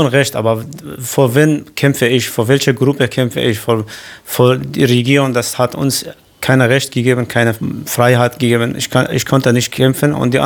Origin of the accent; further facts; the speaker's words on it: Syria; German is a second language; Nach anderer Stadt, heißt Deir ez-Zor in Ostsyrien. Es war fast, kann man sagen, 300 Kilometer weit weg von meiner Heimatstadt.